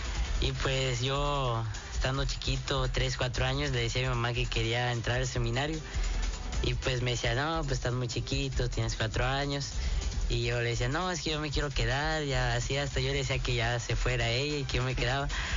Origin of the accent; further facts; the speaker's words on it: Ciudad Mante, Tamaulipas, Mexico; Bueno, pues … yo soy de aquí, de Ciudad Mante.